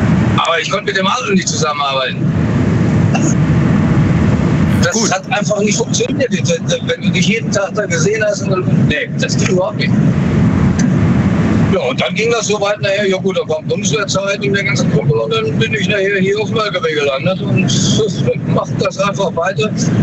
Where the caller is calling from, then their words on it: Germany; Ich bin aus Feldenz.